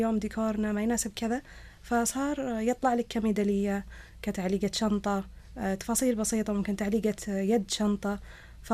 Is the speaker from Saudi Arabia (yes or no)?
yes; Saudi Arabia